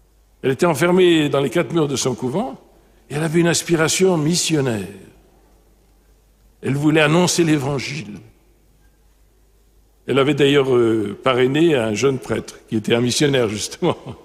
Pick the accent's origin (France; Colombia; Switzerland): France; Brittany; moi je suis breton